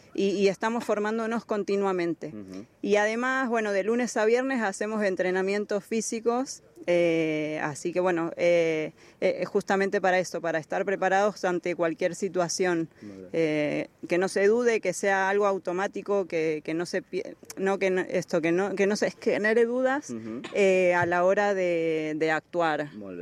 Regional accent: Argentina; moved away; Bueno, yo vengo de Argentina con una formación de un año y la experiencia también.

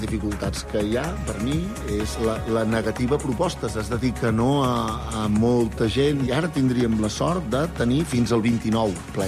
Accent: Sant Miquel de Balenyà, Catalonia, Spain; perquè som del poble, perquè som de Sant Miquel de Balanyà.

